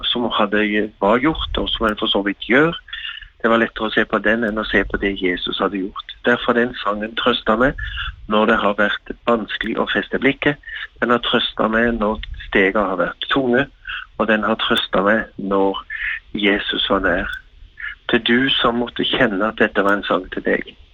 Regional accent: Agder, Norway; Jeg er fra Sørlandet, bor i Kristiansand

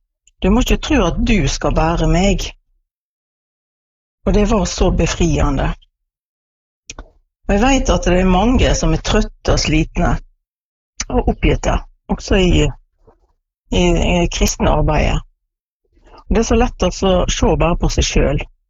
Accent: Askøy, Vestland, Norway; now in Stranda, Norway; Jeg bor på Stranda sammen med mannen min. Men jeg er født og oppvokst på Askøy.

